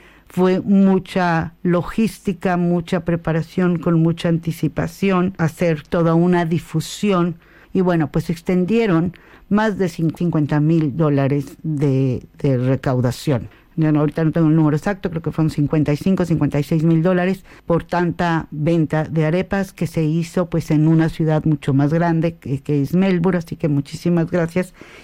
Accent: Mexico; precisamente como mexicanos, como país que hemos vivido dos temblores bastante fuertes

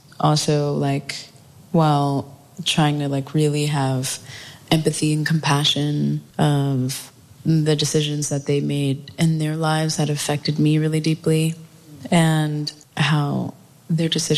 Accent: the South, United States; growing up in the South, my mom being white, my dad being Black, and growing up interraci

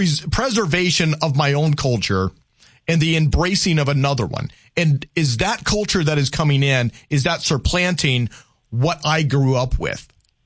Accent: Louisiana, United States; remember, I'm Southern, right? I'm Cajun.

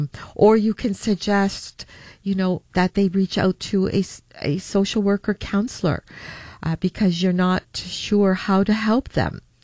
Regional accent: Italy; moved away; also born or lived in Halifax, Canada; one day I would love to get out to Nova Scotia because that's where we immigrated to from Italy in 1966 in Halifax, Nova Scotia, and I've always wanted to go down there.

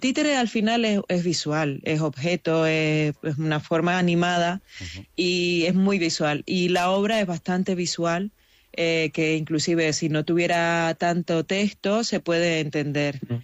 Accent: Nicaragua; now in Irún, Spain; Yo soy de Nicaragua. Yo llegué hace 8 años a Irún, y he tenido que aprender euskera

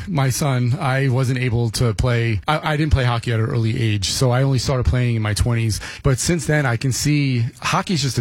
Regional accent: New York City, New York, United States; I'm from New York City, Brooklyn, to be specific, and I'm a huge New York Rangers fan.

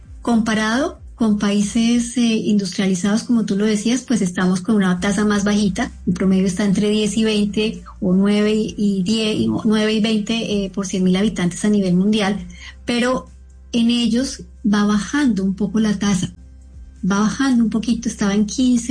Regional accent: Colombia; Lo que nos protege a nosotros como colombianos y como latinoamericanos en general es el soporte de la familia.

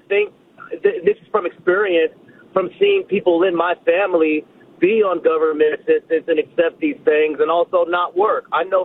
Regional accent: Chicago, Illinois, United States; now in Portland, United States; Well, I am African American from Chicago, and I live in Portland currently.

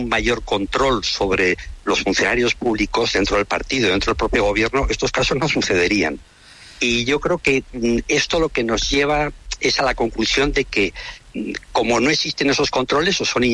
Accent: Pamplona, Navarre, Spain; muy cerca del Colegio de Jesuitas, donde yo había estudiado, yo soy de Pamplona.

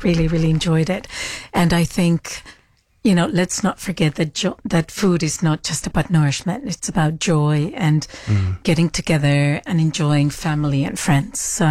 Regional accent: Buenos Aires, Argentina; born there; English is a second language; I'm actually from Argentina. I was born in Argentina. In Buenos Aires. Yes, so not quite the UK.

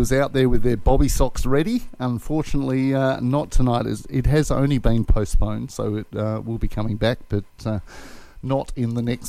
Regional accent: Western Australia, Australia; You've got to join in, don't you, as West Aussie, even if you're not following footy.

